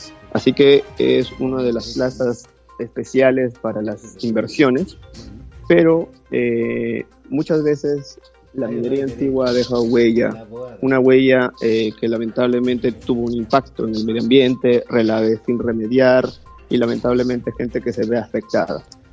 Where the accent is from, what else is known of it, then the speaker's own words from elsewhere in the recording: Peru; nosotros como peruanos